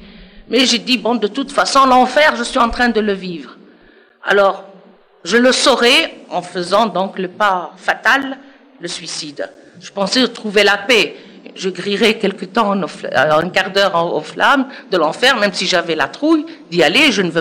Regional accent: Algeria; now in Geneva, Switzerland; Je suis algérienne d'origine. Je suis née musulmane, je n'ai pas choisi.

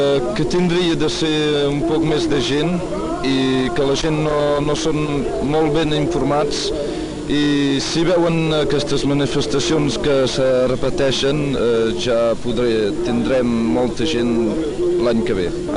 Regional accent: Perpignan, Occitania, France

